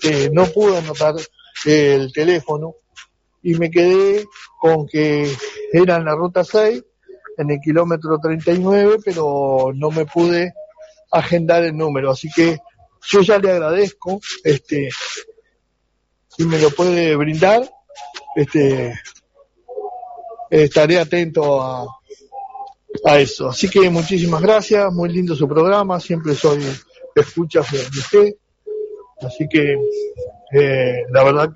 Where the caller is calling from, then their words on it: Montes, Canelones, Uruguay; Vivo en la ciudad de Montes.